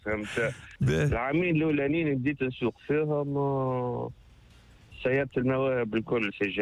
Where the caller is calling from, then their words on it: Ras Jebel, Bizerte Governorate, Tunisia; أنا منش من بنزرت أنا. من راس جبل.